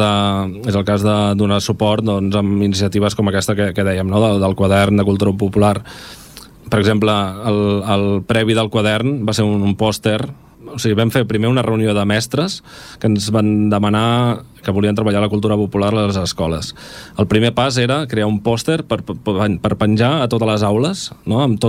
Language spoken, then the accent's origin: Catalan; Esplugues de Llobregat, Catalonia, Spain; sóc d'Esplugues, no? Em sento espluguí i m'ho sento molt meu